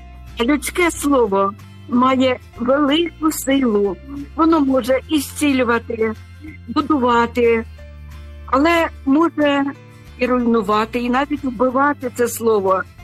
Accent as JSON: {"language": "Ukrainian", "region": "Sumy Oblast", "country": "Ukraine", "moved": "yes", "lives_now": "Denmark", "said": "передаю своє вітання на мою рідну Україну, на мою рідну Сумщину, в мою рідну церкву Різдва."}